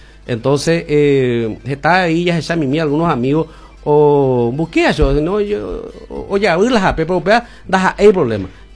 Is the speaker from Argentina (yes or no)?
no; Paraguay; como ciudadanos, como colorados, como paraguayos